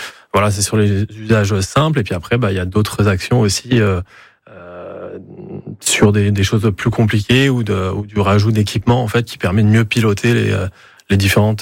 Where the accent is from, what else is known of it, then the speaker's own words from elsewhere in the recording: Île-de-France, France; moved away as an adult; now in Chambéry, France; je viens de la région parisienne, oui. Mais ça fait depuis très longtemps que je veux m'installer dans la région et les montagnes. Moi, je suis quelqu'un qui aime bien les montagnes. Et donc maintenant, ça fait 6 ans que je suis à Chambéry